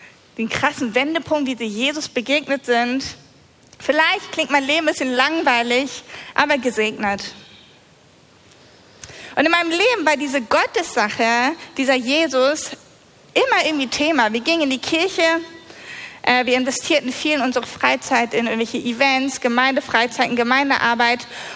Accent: Lower Saxony, Germany; moved away as an adult; also born or lived in Oldenburg; ich war 20 und wir sind dann von unserem Kuhdorf aus Abke. Abke, kennt jemand Abke? Keiner kennt Abke? Das ist das beste Kuhdorf überhaupt, auf jeden Fall. Wir sind aus Abke nach Oldenburg gezogen

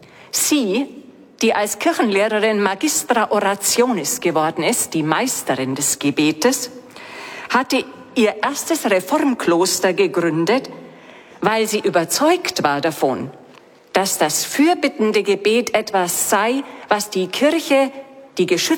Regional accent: Bavaria, Germany; born there; moved away; als gebürtige Diözesanin von Augsburg

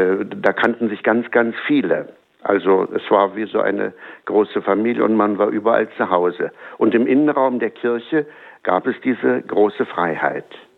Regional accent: Herzfelde, Brandenburg, Germany; Also wir hatten bei uns in Herzfelde, wir hatten einen ganz guten Priester

